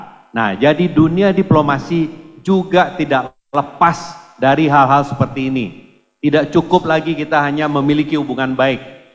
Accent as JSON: {"language": "Indonesian", "town": "Padang", "region": "West Sumatra", "country": "Indonesia", "tie": "born or raised there", "moved": "yes", "said": "dari kecil sampai kuliah saya di Kota Padang."}